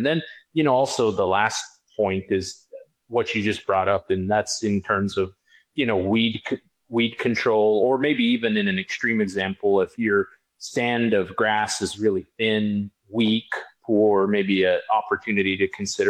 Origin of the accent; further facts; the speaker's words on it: New Mexico, United States; I'm from New Mexico, so I'll always refer back to it.